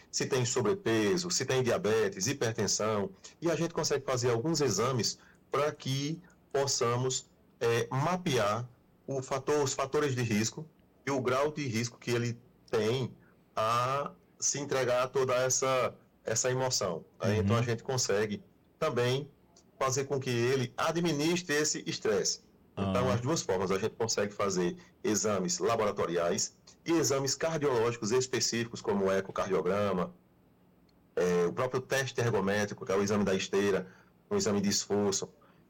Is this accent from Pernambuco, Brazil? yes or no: yes; Serra Talhada, Pernambuco, Brazil; sou de Serra Talhada, eu sou da capital